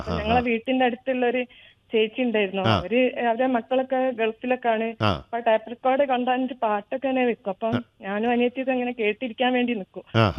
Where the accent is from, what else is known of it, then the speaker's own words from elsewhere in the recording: Payyoli, Kerala, India; born there; എന്റെ വീട് പയ്യോളിയാണ്.